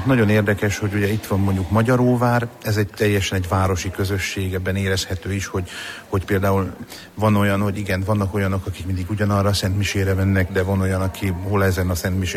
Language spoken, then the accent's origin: Hungarian; Šamorín, Trnava Region, Slovakia; tehát onnét származom, de 4 éves korunkba költöztünk Somorjára, és akkor a vízlépcső építése miatt is, és itt Somorjainak tartom igazán magam, mert hát amióta úgymond az eszemet tudom, azóta Somorjai vagyok.